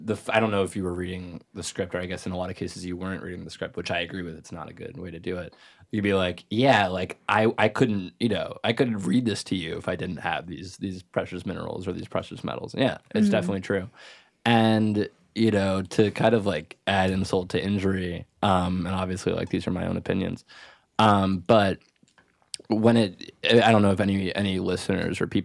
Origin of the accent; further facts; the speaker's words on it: Ithaca, New York, United States; coming from Ithaca personally